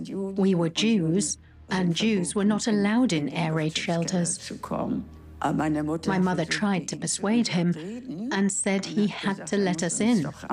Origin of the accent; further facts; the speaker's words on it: Hamburg, Germany; I'm 89 years old. I was born on November 19th, 1935, in Hamburg.